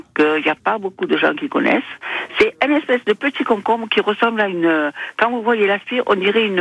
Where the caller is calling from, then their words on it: Arles, Provence-Alpes-Côte d'Azur, France; je suis à Arles